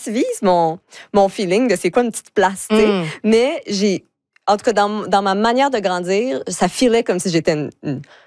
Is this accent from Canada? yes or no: yes; Deux-Montagnes, Quebec, Canada; moved away; quand je dis que je viens de Deux-Montagnes